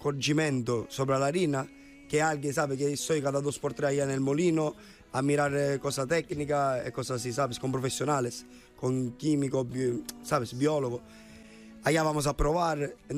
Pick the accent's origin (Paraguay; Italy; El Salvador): Italy; Spanish is a second language; now in Spain; Yo me la llevé de mi tierra.